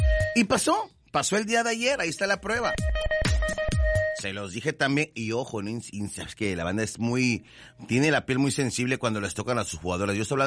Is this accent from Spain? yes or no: no; Mexico